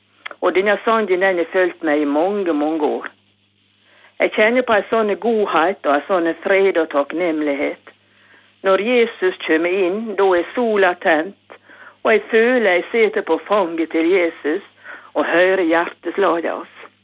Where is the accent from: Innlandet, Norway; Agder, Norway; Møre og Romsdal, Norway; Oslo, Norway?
Møre og Romsdal, Norway; Løfsøya; now in Vigra, Norway; og jeg bor på Roal på Vigra. Jeg kommer egentlig fra Løfsøya, og den fine øya, den ser jeg rett fra kjøkkenvinduet mitt.